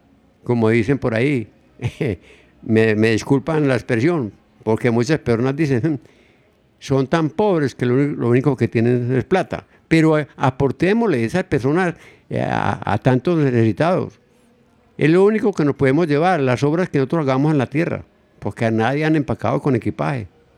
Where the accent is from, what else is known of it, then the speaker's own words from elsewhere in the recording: Amagá, Antioquia, Colombia; born there; usted que jugó conmigo en las calles de mi pueblo